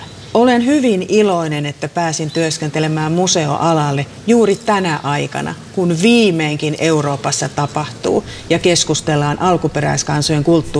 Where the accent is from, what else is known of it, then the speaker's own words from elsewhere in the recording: Teno River valley, Lapland, Finland; itse kun tulen Tenojokilaaksosta